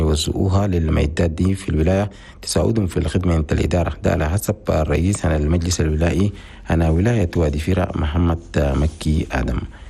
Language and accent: Arabic; Chad; الريفيجي القاعدين هنا في بلدنا تشاد.